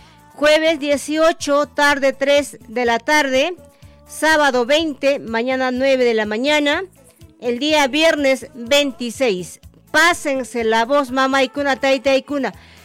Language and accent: Spanish; Peru; Los peruanos no reflexionamos